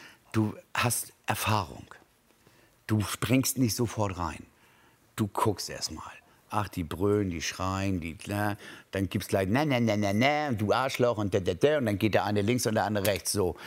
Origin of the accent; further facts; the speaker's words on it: Hamburg, Germany; Oh, ich glaube, ich war 15. als Hamburger Jungen und dann Freunde auf der Eisbahn